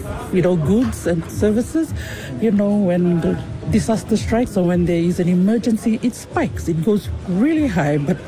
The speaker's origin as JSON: {"language": "English", "country": "Fiji", "said": "I'm the Chief Executive Officer for the Pacific Disability Forum. I am from Fiji."}